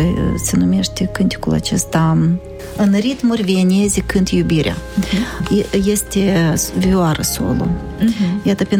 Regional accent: Călăraşi, Călărași District, Moldova; moved away as an adult; now in Strășeni, Moldova; Eu m-am născut în Călăraș, am studiat în Călăraș, am avut concert în Călăraș. Uh-huh. De baștin sunt din Călăraș, dar locuiesc deja de 39 de ani în Strășeni.

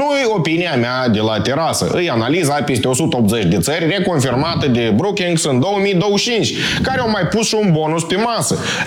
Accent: Moldova

